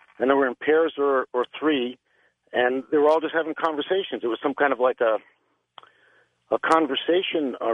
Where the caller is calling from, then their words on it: Los Angeles, California, United States; calling from Los Angeles.